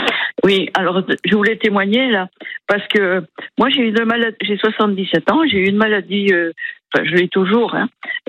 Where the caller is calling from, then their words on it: Pertuis, Provence-Alpes-Côte d'Azur, France; Je suis à Pertuis, ouais.